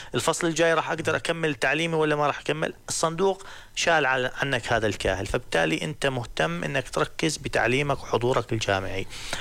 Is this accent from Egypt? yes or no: no; Salt, Balqa Governorate, Jordan; من السلط.